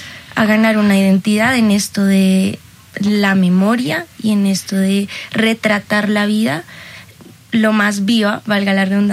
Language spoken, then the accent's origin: Spanish; Colombia; nuestra identidad como colombianos